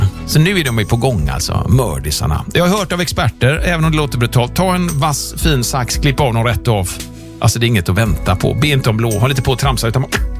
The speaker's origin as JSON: {"language": "Swedish", "town": "Trollhättan", "region": "Västra Götaland County", "country": "Sweden", "tie": "born or raised there", "said": "hemma i Trollhättan har liksom måsarna lagt ägg mitt inne på hustaken."}